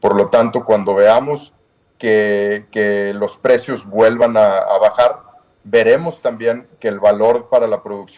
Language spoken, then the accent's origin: Spanish; Mexico; los primeros beneficiados de la posibilidad de volver a abrir el sector minero somos los mexicanos.